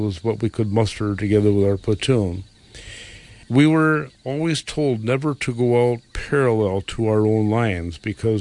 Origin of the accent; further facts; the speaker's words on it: Wisconsin, United States; I'm trying to tell this guy that I am from Wisconsin, and I have three children in our family.